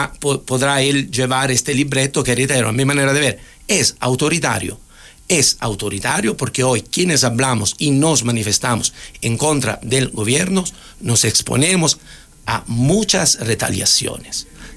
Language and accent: Spanish; Ecuador; qué pena también por parte de nosotros como ecuatorianos